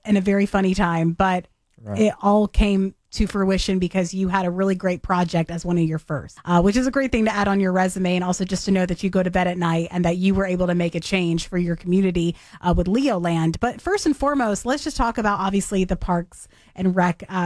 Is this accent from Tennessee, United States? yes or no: yes; Hermitage, Tennessee, United States; I told you I'm from Hermitage, and I honestly vacation in Mount Juliet.